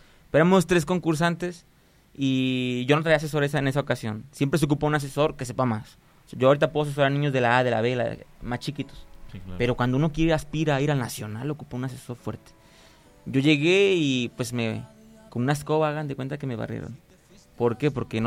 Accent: Nayarit, Mexico; Pero aquí hay una limitante para los que somos de Nayarit

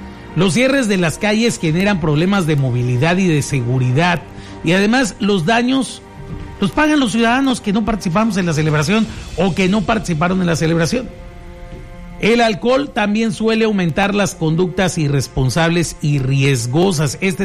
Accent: Mexico; los mexicanos somos bien fiesteros

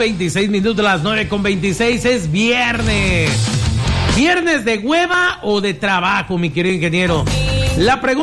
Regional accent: Mexico

